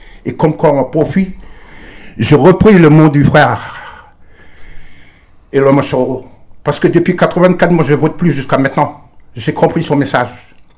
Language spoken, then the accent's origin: French; New Caledonia; ça fait 173 ans qu'on est là, on sait très bien qu'on est, comme on appelle, on est des Kanaks, on n'est pas des Français.